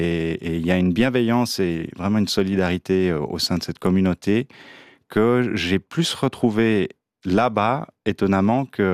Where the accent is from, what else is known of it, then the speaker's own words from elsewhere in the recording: Chalais, Valais, Switzerland; born there; En Valais, oui, c'est mon village natal.